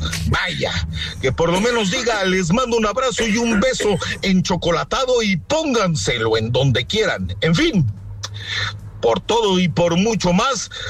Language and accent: Spanish; Mexico City, Mexico; yo soy de la Ciudad de México, pero radico